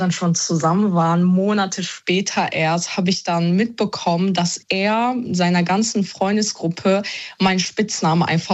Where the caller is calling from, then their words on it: Düsseldorf, North Rhine-Westphalia, Germany; Ja, Düsseldorf.